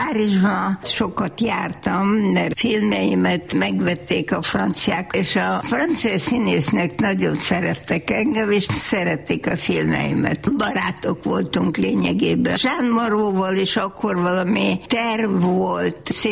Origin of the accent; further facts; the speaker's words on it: Hungary; Magyarországról jövök.